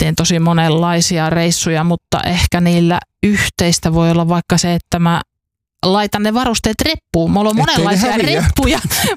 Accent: Oulu, North Ostrobothnia, Finland; Mä oon Oulusta, ihan meren rannalta.

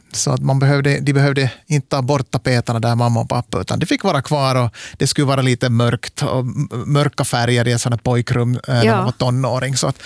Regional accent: Smedsby, Ostrobothnia, Finland; jag bodde ju i min ungdom i Smedsby, Korsholm, där utanför Vasa.

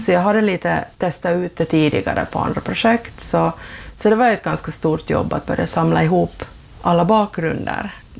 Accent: Kaskö, Ostrobothnia, Finland; Jag är från Kaskö och här är ju en sån här perfekt setting för en mystisk värld.

